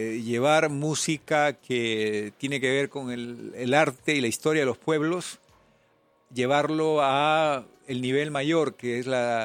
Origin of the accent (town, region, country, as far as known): Peru